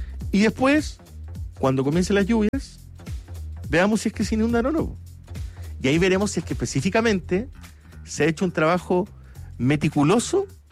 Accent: Chile; obviamente somos chilenos

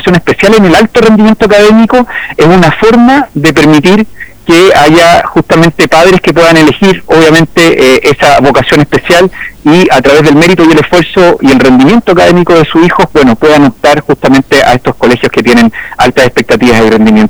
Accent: Chile

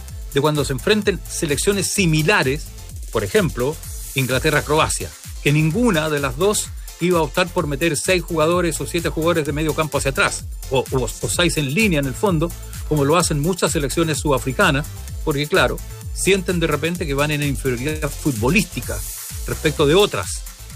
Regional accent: Chile

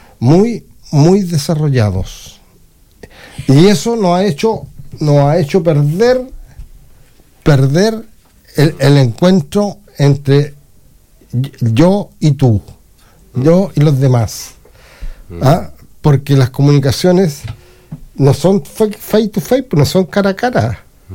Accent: Chile; nosotros como chilenos tenemos un desarrollo

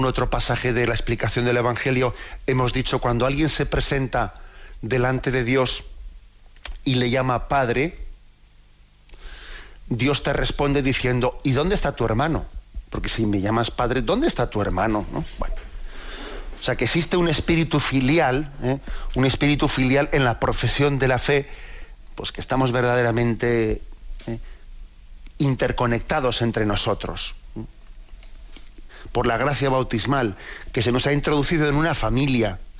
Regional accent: Basque Country, Spain; que yo soy vasco, ¿no? Pues en el idioma vasco no se suele decir mi padre o mi madre

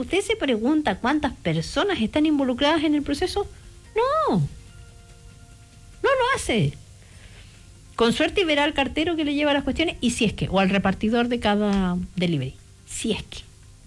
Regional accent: Aysén, Chile; todos los que somos de Isen y compramos algo por internet sabemos que no va a llegar en los días que nos dice

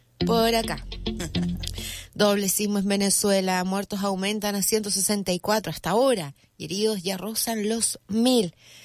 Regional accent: Chile; Nosotros por ser chilenos

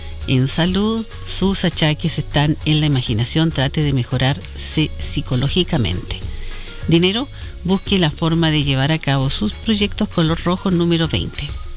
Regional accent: Chile

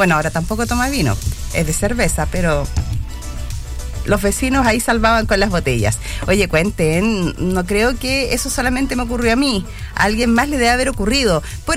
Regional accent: Santiago, Santiago Metropolitan Region, Chile; cuando era niña y vivía en Santiago

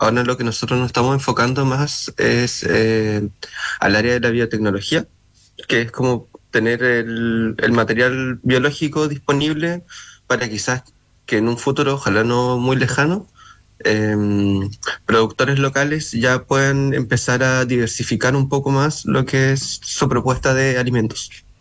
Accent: Punta Arenas, Magallanes and Chilean Antarctica, Chile; Ah, yo soy de Punta Arenas. Nacido y criado.

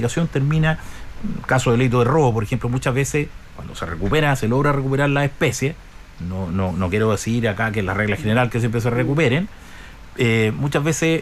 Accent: Ñuble, Chile; Yo soy de Ñuble desde toda mi vida, nacido, criado acá en esta región

